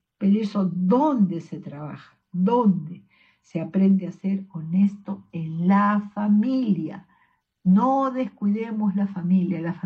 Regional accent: Peru

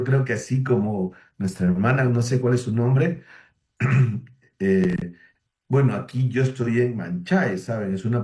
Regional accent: Tumbes, Peru; now in Lima, Peru; Yo también soy del norte, soy de Tumbes, mi mamá está aquí con mi hermana en Tumbes

